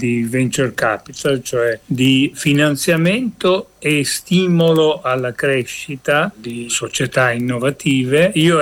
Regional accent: Mumbai, Maharashtra, India; moved away; also born or lived in Turin, Italy; Ho abitato a Torino per tanti anni, ma nasco e sono cresciuto in India, a Bombay.

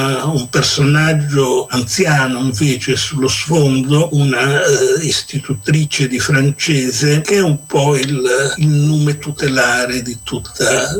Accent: Genoa, Liguria, Italy; born there; now in Milan, Italy; Io nasco a Genova e vivo a Milano da 50 anni.

